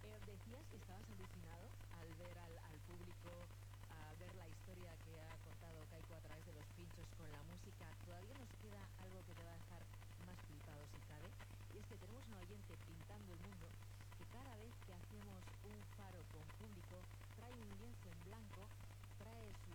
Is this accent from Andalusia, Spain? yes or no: no; Madrid, Community of Madrid, Spain; born there; Casi nadie, incluso los que somos nacidos en Madrid, hemos pasado mil veces por aquí